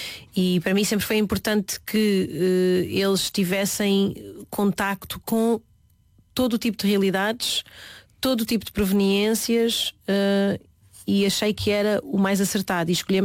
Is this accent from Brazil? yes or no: no; Portugal; born there; porque eu tenho uma cor que não me identifica com o país onde eu nasci, que não me filia ao país onde eu nasci